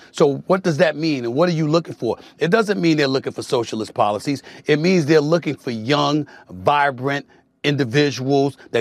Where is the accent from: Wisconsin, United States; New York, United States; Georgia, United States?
New York, United States; as a New Yorker